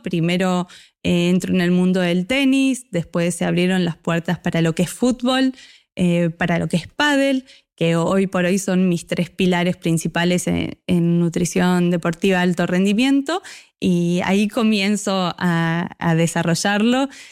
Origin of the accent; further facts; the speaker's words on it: Necochea, Buenos Aires Province, Argentina; soy de Necochea